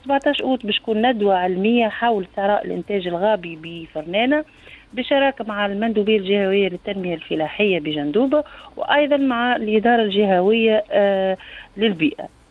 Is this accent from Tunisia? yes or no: yes; Tunisia; أنا كامرأة تونسية وأيضا أنا عيد ميلادي فعلا معناها اليوم.